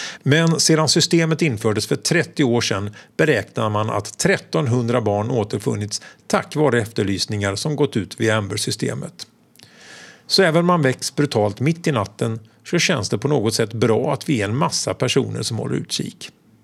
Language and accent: Swedish; Sweden; hemma i Sverige